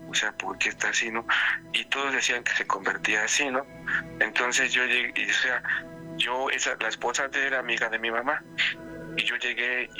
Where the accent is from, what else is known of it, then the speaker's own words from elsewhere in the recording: Veracruz, Mexico; Mira, yo soy de un pueblo, desde el estado de Veracruz.